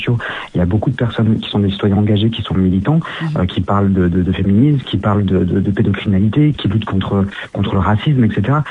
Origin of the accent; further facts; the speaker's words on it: Nice, Provence-Alpes-Côte d'Azur, France; Moi, je suis pas de Paris, je suis de Nice.